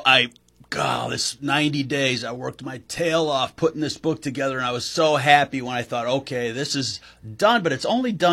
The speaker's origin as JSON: {"language": "English", "town": "Ottawa", "region": "Illinois", "country": "United States", "tie": "born or raised there", "moved": "as an adult", "lives_now": "Chicago, United States", "said": "Yeah, born in Ottawa, raised here till I was 18. Went to IVCC for a year."}